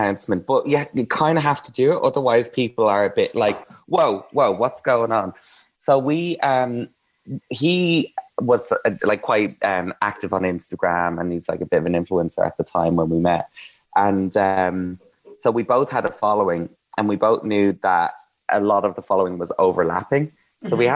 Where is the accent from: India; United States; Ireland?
Ireland; I'm Irish.